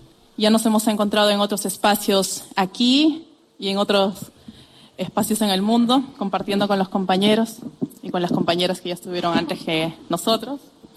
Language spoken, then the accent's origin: Spanish; Peru; Soy de Perú